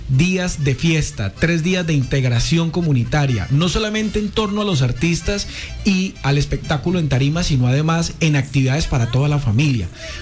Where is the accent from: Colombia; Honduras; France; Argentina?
Colombia; Llanos Orientales; recordarle a nuestros niños que somos un pueblo llanero.